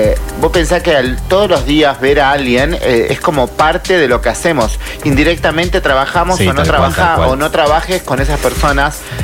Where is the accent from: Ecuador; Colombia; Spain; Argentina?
Argentina; somos argentinos.